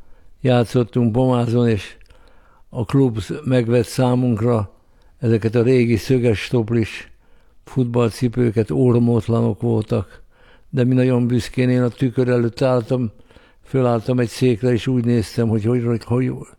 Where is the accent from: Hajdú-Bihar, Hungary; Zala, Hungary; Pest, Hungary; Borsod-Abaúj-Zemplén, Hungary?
Pest, Hungary; Pomáz; Igen, én innen 100 méterre születtem a szomszédos utcában.